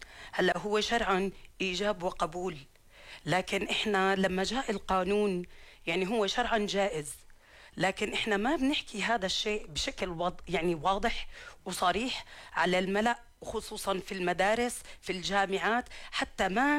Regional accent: Jordan; عندنا في الأردن

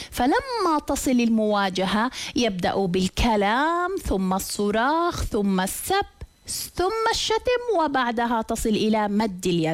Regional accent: Jordan; وأنا الممثل الرابع من الأردن.

